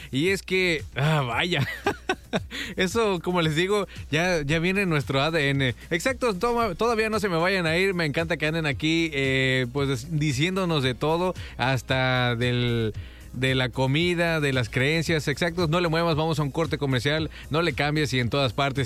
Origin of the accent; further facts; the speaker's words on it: Guadalajara, Jalisco, Mexico; yo vengo de la ciudad de Guadalajara